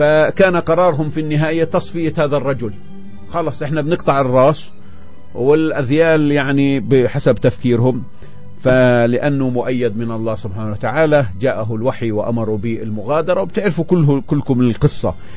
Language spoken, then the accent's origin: Arabic; Palestine; إن احنا فلسطينيين